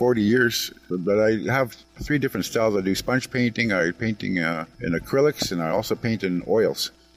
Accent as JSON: {"language": "English", "region": "Ontario", "country": "Canada", "moved": "yes", "lives_now": "Notre-Dame-du-Nord, Canada", "said": "I'm from Temagami First Nation, but now residing in Notre Dame du Nord, Quebec."}